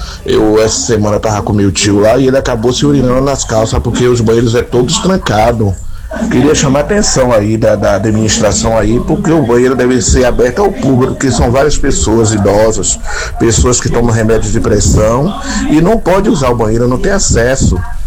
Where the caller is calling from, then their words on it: Salvador, Bahia, Brazil; do bairro de Paripe.